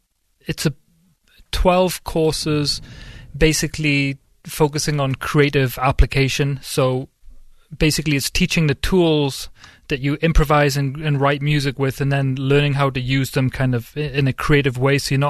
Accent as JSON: {"language": "English", "town": "Newcastle upon Tyne", "region": "North East England", "country": "United Kingdom", "moved": "as an adult", "lives_now": "Western Pennsylvania, United States", "said": "I'm from Newcastle, England, so the northeast of England, right on the border of Scotland. And I've lived here 15 years, maybe."}